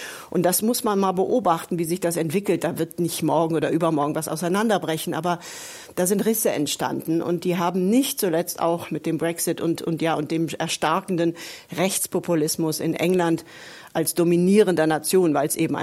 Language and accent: German; Germany; moved away as an adult; now in United Kingdom; Wir kennen das ja auch als Deutsche